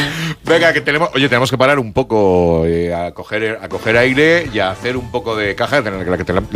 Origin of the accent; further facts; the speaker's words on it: Calatayud, Aragon, Spain; yo soy de Calatayud, vengo de San Roque.